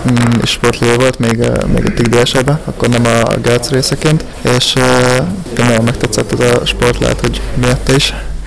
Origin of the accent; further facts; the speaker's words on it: Gödöllő, Pest, Hungary; ugye én gödöllői vagyok